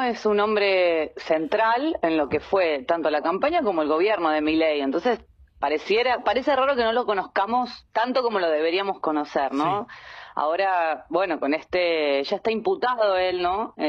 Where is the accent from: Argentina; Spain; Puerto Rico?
Argentina; Córdoba; soy cordobesa